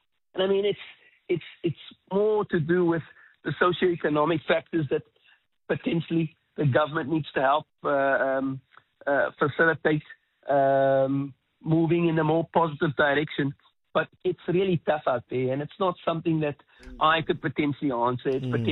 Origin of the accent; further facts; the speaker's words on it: Cape Town, Western Cape, South Africa; born there; also born or lived in Mitchell's Plain; We moved from Portland's Mitchell's Plain to Grassy Park, and that was in 1991.